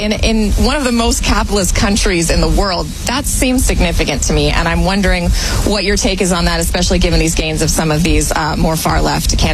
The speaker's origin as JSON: {"language": "English", "region": "Colorado", "country": "United States", "said": "And I'm from Colorado."}